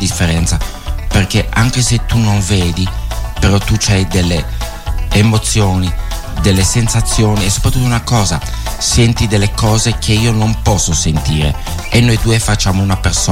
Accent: Sardinia, Italy; also born or lived in France; da piccolino, da quando avevo 5 anni e mezzo abito in Sardegna.

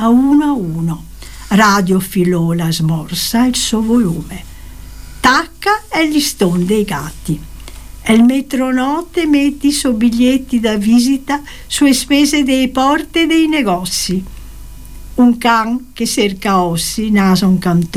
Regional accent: Venice, Veneto, Italy; born or raised there; moved away

